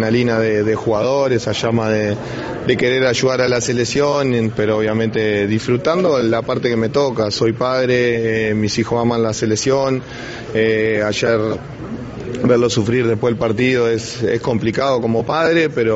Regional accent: Uruguay; porque somos uruguayos y ellos saben cómo afrontar esta situación.

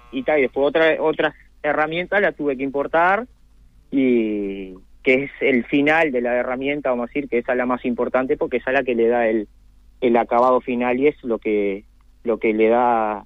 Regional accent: San Carlos, Maldonado, Uruguay; now in José Ignacio, Uruguay; Soy de San Carlos de Maldonado, pero ahora por temas laborales hace 4 años y medio que estamos en José Ignacio.

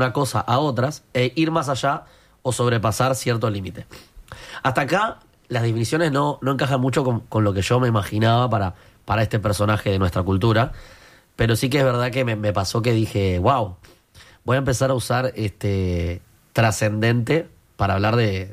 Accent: Argentina; Y esto lo digo como argentino también

